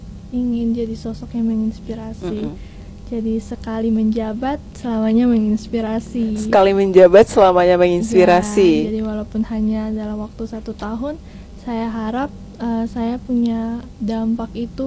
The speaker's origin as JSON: {"language": "Indonesian", "town": "Bobo", "region": "Maluku", "country": "Indonesia", "tie": "born or raised there", "said": "Tapi bagaimana saya mencari potensi baru seperti kampung halaman saya kayak Bobo, karena banyak pasti yang masih"}